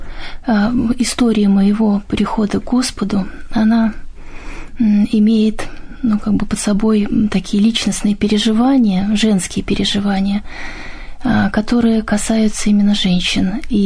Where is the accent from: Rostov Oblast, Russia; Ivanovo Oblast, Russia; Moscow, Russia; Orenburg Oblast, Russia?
Orenburg Oblast, Russia; Orenburg; born there; 15 лет мы жили в Оренбурге, там родилась я. Там моя мама вышла замуж, прежде всего, и родилась я.